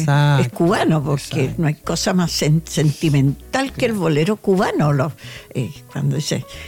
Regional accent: Chile; así somos los chilenos

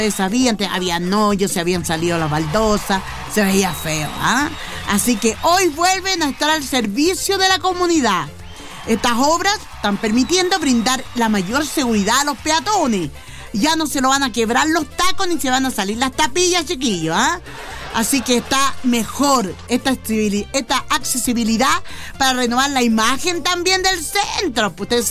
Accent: Calama, Antofagasta, Chile; Nuestra ciudad de Calama.

